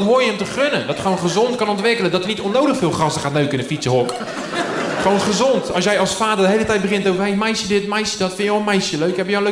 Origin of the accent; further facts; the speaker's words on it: IJsselmonde, South Holland, Netherlands; Ik kom uit IJsselmonde. In Zierveen vandaan. Om het hoekie. Ik ben opgegroeid daar.